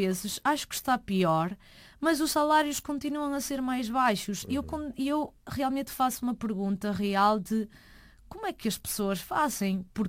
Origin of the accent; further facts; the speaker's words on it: Galicia, Spain; deram-lhe a escolher e ele decidiu voltar para a Galiça, e foi por isso que eu terminei sendo galega.